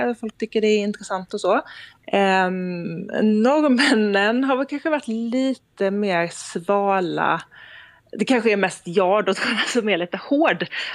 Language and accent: Swedish; Sweden; moved away as an adult; now in Norway; Det är ju konstigt för mig som svensk